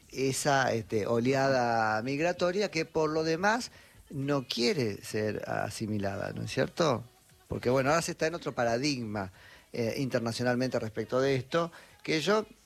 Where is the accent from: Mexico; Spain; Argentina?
Argentina; eso tiene un poco que ver con lo que somos los argentinos.